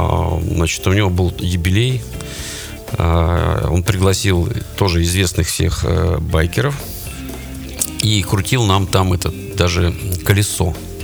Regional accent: Russia; born there; все мы родились в России, в Советском Союзе, и традиции у нас у все одни, и все учились в одних же этих же школах.

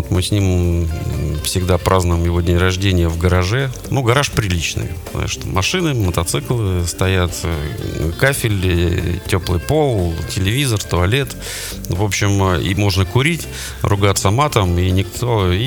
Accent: Russia; born there; все мы родились в России, в Советском Союзе

